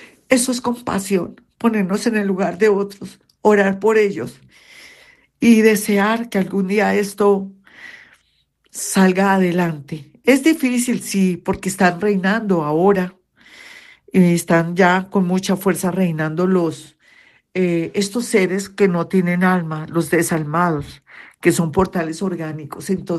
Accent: Colombia

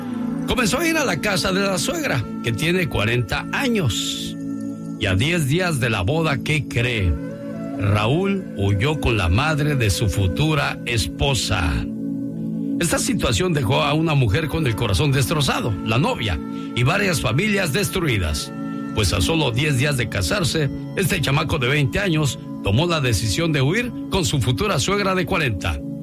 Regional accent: Baja California, Mexico; moved away; Salí de Baja California Norte, pero Baja California Norte nunca salió de mí. Darle saludos a la gente de Tijuana, Mexicali, Ensenada y Tecate, que es pueblo mágico, sí señor.

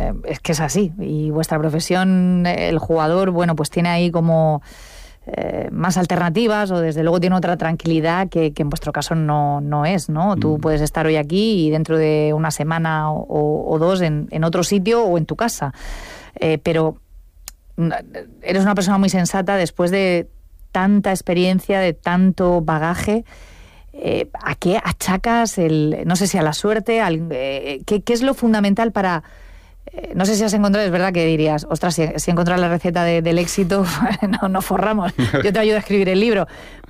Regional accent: Cartagena, Region of Murcia, Spain

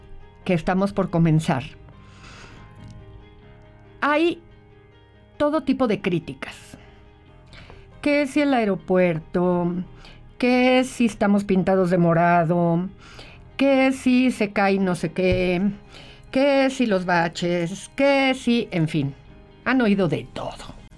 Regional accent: Mexico; el espíritu que nos define como mexicanos

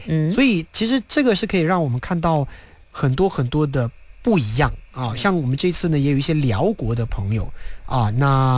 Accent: Malaysia; 不像我们马来西亚人会跑去认识朋友

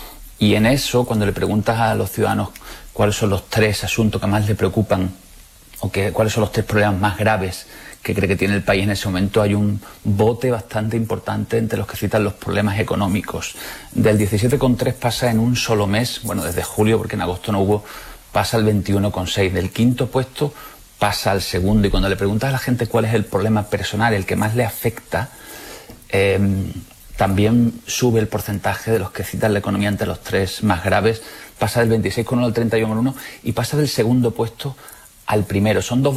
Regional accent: Andalusia, Spain; Bueno, yo soy del Real Madrid, lo cual me convierte

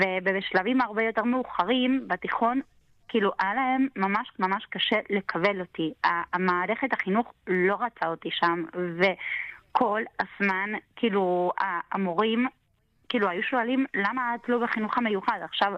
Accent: Argentina; now in Israel; אני גדלתי כמו תרסם בטבע. אני גדלתי לפני 43 שנה בארגנטינה, להורים במעמד כלכלי מאוד נמוך.

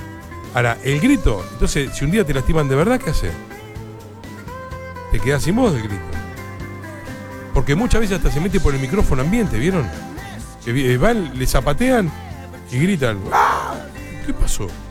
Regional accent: Buenos Aires, Argentina; accent: porteño; also born or lived in Cipolletti; Yo soy porteño y he pasado veranos enteros en Cipolletti

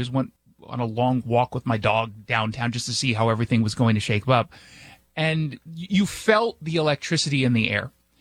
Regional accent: Los Angeles, California, United States; also born or lived in New York; now in Seattle, United States; So I was born in New York, but I grew up in Los Angeles.

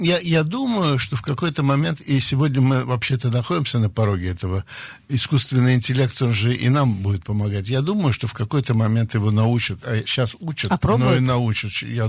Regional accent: Saint Petersburg, Russia; moved away; я мальчик питерский, занимался карате, прошел русскую армию советскую

